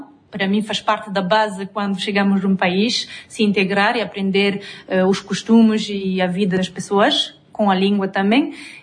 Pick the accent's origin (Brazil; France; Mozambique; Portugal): France; Portuguese is a second language; now in Guinea-Bissau; porque como francesa conhecemos mais o Senegal, o Mali, a Costa de Marfim, todos os países francófonos.